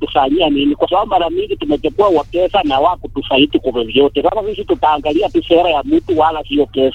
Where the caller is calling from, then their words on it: Likuyani, Kakamega County, Kenya; maeneo ya Likuyani.